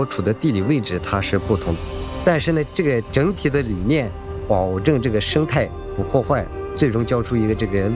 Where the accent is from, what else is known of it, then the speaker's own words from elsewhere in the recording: Xinjiang, China; 我的家乡也在这个天山脚下，天山确实是一个美丽的地方。